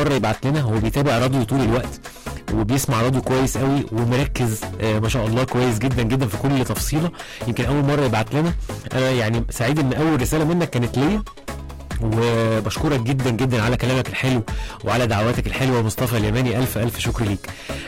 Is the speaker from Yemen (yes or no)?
no; Egypt